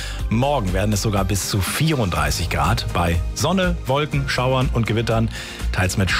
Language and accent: German; Wilhelmshaven, Lower Saxony, Germany; das Festival der Straßenmalerei, das Street Art Festival in meiner Heimatstadt, in Wilhelmshaven